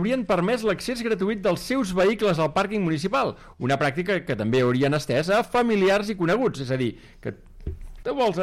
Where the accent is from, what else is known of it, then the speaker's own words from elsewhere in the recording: Caldes de Montbui, Catalonia, Spain; Vaig a l'hora i mitja aquesta gratis que tenim els calderins.